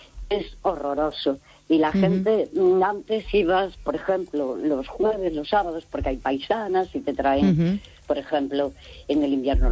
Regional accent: Santiago de Compostela, Galicia, Spain; yo soy de Santiago de toda la vida, mi abuelo sí. de Santiago, mi bisabuelo, mi, bueno, toda mi familia.

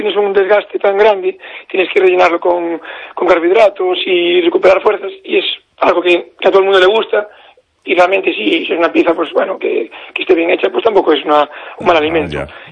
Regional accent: Ames, Galicia, Spain; aunque yo ahora estoy en Opino, pero me crié siempre en Ames

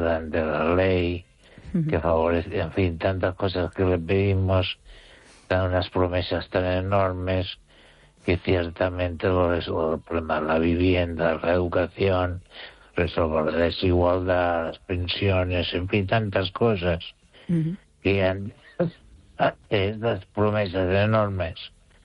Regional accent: Spain; audiencia me recuerde como un español que razonaba

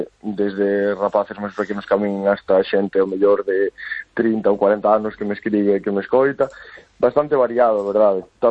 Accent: Galicia, Spain; simplemente son galego, falo galego, a miña lingua é o galego

